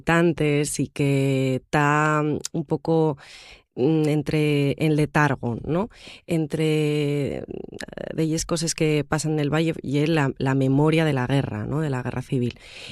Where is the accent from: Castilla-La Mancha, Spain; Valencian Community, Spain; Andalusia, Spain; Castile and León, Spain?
Castile and León, Spain; Rodiezmo; Bueno, el Lutano ya es una niebla densa que baja por la peña de mi zona, de Rodiezmo, que mi pueblo está en una zona fronteriza entre Asturias y León